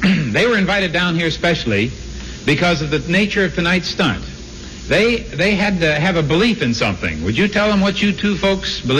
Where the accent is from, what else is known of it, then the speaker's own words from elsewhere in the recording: Canada; now in United States; I'm a Canadian myself.